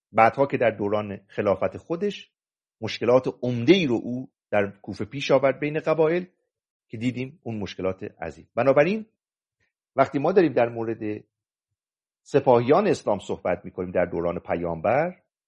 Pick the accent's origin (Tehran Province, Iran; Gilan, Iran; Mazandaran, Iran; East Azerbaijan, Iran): Mazandaran, Iran